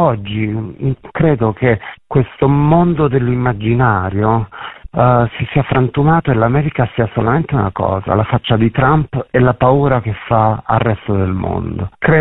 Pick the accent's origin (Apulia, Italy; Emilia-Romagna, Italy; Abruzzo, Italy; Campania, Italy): Campania, Italy; Naples; now in Sardinia, Italy; io sono un napoletano arrivato in Sardegna alla fine degli anni 70